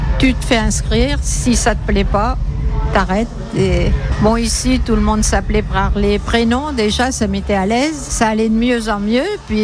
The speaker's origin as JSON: {"language": "French", "town": "Tours", "region": "Centre-Val de Loire", "country": "France", "tie": "born there", "said": "Je suis née à Tours déjà, donc."}